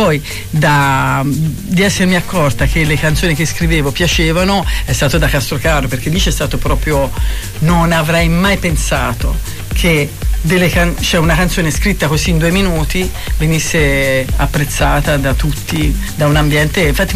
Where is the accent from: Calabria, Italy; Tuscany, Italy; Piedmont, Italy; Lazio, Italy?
Tuscany, Italy; sono toscana